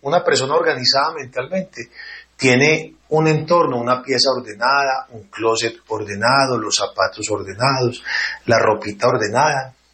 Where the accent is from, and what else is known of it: Colombia